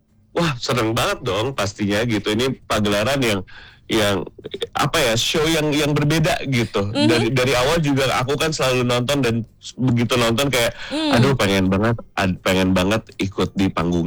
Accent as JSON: {"language": "Indonesian", "town": "Bandung", "region": "West Java", "country": "Indonesia", "tie": "born or raised there", "said": "aku memang lahir besar, tanah kelahiran aku adalah bumi Pasundan, betul sekali, iya, di Bandung."}